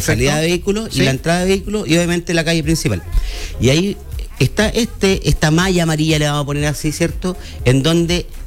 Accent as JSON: {"language": "Spanish", "town": "San Pedro de la Paz", "region": "Biobío", "country": "Chile", "said": "yo que soy de San Pedro"}